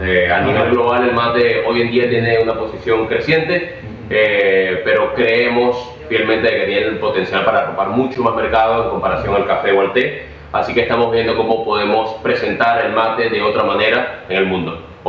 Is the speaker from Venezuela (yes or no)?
yes; Venezuela; moved away as an adult; now in Argentina; Soy de Venezuela.